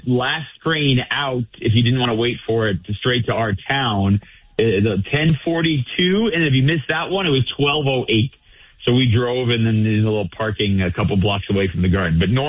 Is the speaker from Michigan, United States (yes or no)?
yes; Michigan, United States; And remember, I'm not a New Yorker. I grew up in Michigan.